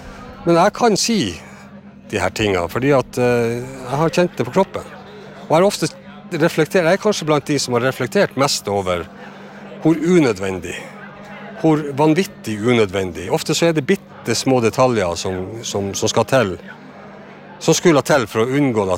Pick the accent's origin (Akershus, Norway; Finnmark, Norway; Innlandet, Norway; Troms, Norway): Finnmark, Norway; Kjøllefjord; jag är ju född och uppvuxen i Kjøllefjord i ett fiskevær.